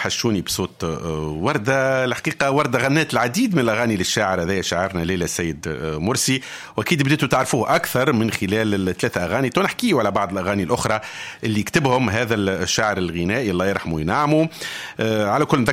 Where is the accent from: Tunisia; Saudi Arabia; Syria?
Tunisia; accent: Tunisian